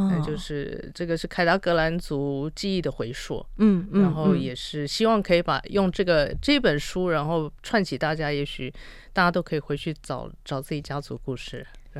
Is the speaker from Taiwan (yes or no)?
yes; Taipei, Taiwan; also born or lived in Beitou, Taipei; 我就是台北土生土长的。